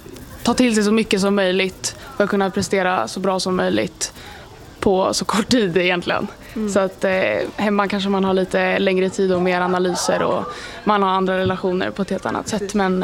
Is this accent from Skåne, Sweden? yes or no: no; Täby, Stockholm County, Sweden; born there; Jag spelar i Djurgården i Stockholm och född i Täby.